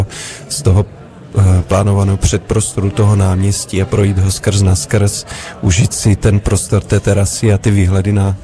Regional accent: Brno, South Moravian Region, Czechia; my jsme z Brna

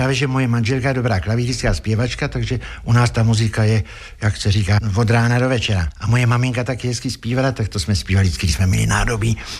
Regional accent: Písek, South Bohemian Region, Czechia; born there; Narodil jsem se v Písku, a sice v rolnické škole, můj otec tam byl profesorem

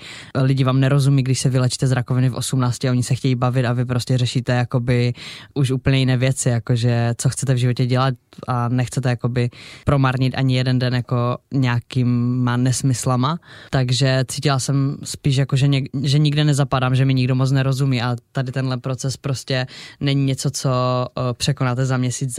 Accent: Ostrava, Moravian-Silesian Region, Czechia; To už nebylo teda u nás v Ostravě, já jsem se léčila v Brně na dětské onkologii

